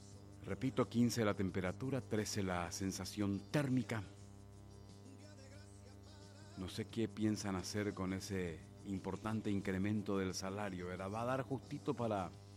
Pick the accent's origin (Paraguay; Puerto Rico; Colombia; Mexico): Paraguay